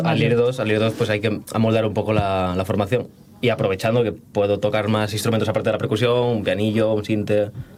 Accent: Llanera, Asturias, Spain; yo soy de Llanera

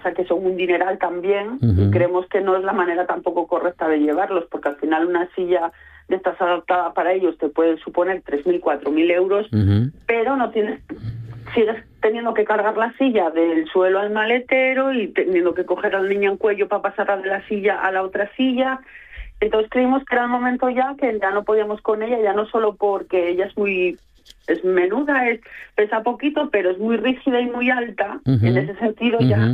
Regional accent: Gijón, Asturias, Spain

